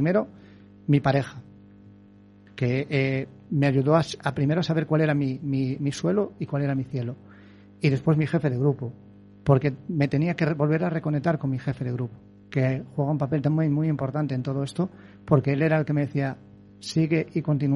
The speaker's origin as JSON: {"language": "Spanish", "town": "Baiona", "region": "Galicia", "country": "Spain"}